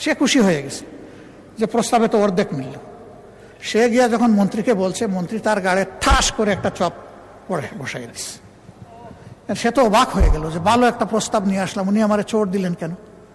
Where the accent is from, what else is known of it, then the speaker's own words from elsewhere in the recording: Moulvibazar, Sylhet Division, Bangladesh; born there; also born or lived in Sunamganj; আমি সিলেটের মানুষ, চাকরি করেছি সুনামগঞ্জ, আমার বাড়ি মৌলভীবাজার, বিয়ে করেছি সিলেট জেলায়, তিনটা জেলা আমার খাবার হয়েছে।